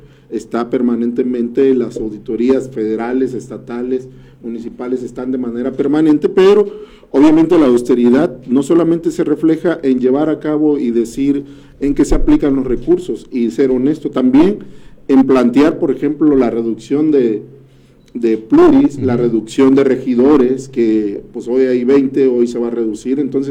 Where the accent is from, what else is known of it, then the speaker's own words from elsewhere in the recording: Mexico; nos da a nosotros una identidad como mexicanos.